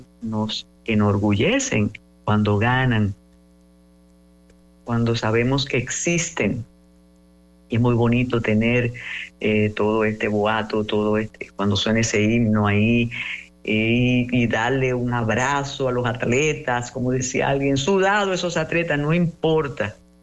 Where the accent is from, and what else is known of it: Dominican Republic